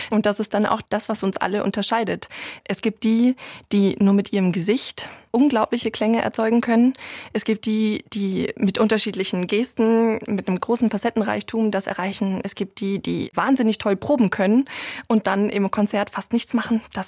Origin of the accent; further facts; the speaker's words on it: Munich, Bavaria, Germany; Ich bin Münchner Kindl, ne?